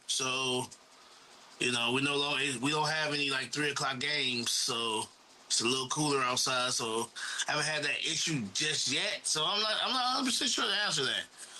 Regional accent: Ohio, United States

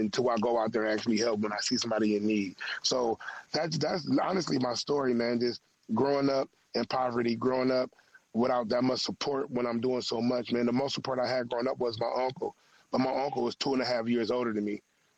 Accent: Cleveland, Ohio, United States; I felt a lot of pain growing up in Cleveland, Ohio.

